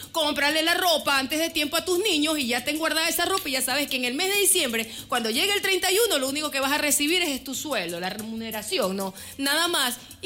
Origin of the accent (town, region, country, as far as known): Guayaquil, Guayas, Ecuador